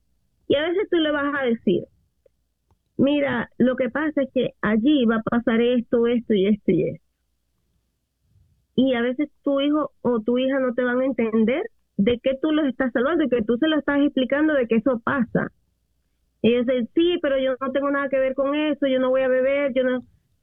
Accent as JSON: {"language": "Spanish", "country": "Venezuela", "moved": "yes", "lives_now": "United States", "said": "yo soy mamá también latina aquí en Estados Unidos y yo sí le digo a mi hijo que aquí es embajada venezolana."}